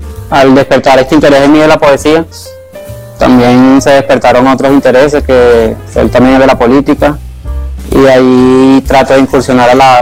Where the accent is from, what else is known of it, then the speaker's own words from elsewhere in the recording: Caracas, Capital District, Venezuela; nací, mi infancia se desarrolló en Propatria. Luego me mudó por varias circunstancias de la vida, el 23 de enero, Puente Hierro. Después llegué a vivir en San Antonio también.